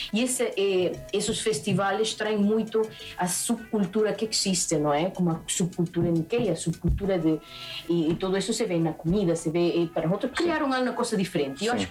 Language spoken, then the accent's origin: Portuguese; Peru; Portanto, sim, nós somos peruanos, tipo, não só a serra.